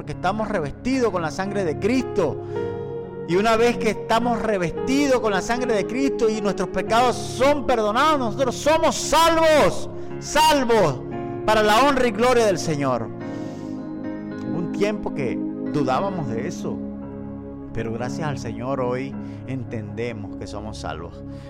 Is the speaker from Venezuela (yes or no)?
yes; Venezuela; born there; moved away; Ella fue mi pastora en tiempos de mi adolescencia en Venezuela.